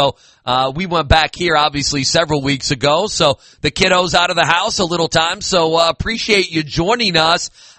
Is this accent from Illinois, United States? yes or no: no; New York, United States; moved away; I grew up in Western New York